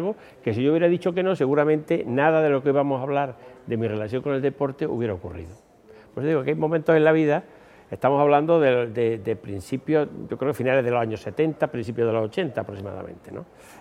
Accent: Córdoba, Andalusia, Spain; la gente se asombraba que hace uno de Córdoba de vicepresidente primero

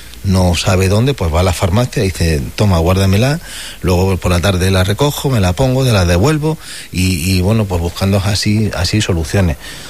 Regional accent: Ceuta, Spain; Yo soy de Ceuta, nacido en Ceuta, nos hemos criado siempre mezclados, ha habido de todo.

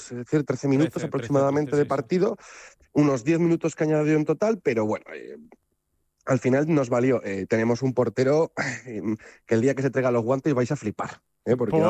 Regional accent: Zaragoza, Aragon, Spain; soy de Zaragoza, yo tengo consistencia al frío, yo nací en el frío

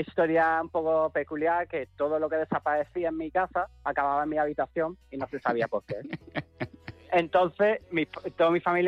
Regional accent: England, United Kingdom; now in Huelva, Spain; Bueno, realmente norteamericano no soy inglés.

